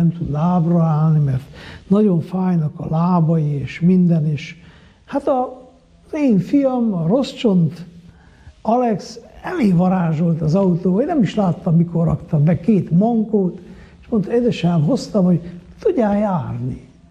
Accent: Miercurea Ciuc, Harghita, Romania; born or raised there

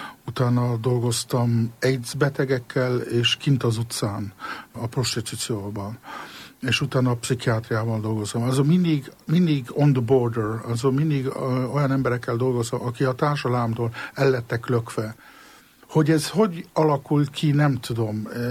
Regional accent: Luxembourg; Hát szüleim 56-ban mentek ki Luxemburgba, és hát én akkor ott születtem.

